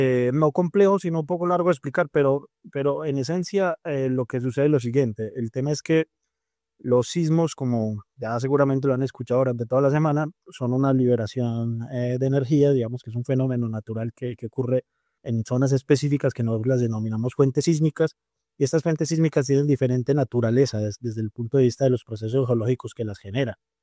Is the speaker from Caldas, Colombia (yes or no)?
yes; Manizales, Caldas, Colombia; Yo, como conocen en mi hoja de vida, vengo de la ciudad de Manizales